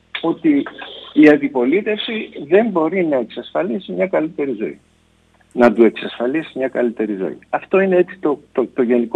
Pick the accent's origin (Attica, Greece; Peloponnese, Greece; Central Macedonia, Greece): Attica, Greece; Athens; επειδή εγώ είμαι Αθηναίος.